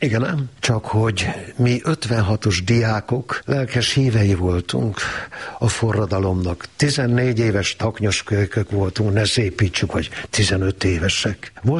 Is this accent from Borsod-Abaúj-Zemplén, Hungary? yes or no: no; Kunmadaras, Jász-Nagykun-Szolnok, Hungary; also born or lived in Debrecen; Én Kunmadarason nőttem fel, nyakas kunok lakják